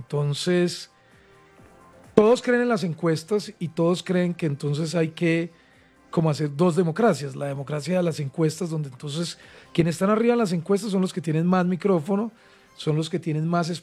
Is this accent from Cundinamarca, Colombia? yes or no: no; Caldas, Colombia; also born or lived in Medellín; Yo nací en Medellín. Yo soy de un pueblo que se llama Recicio Caldas y me llevaron al hospital a nacer a Medellín.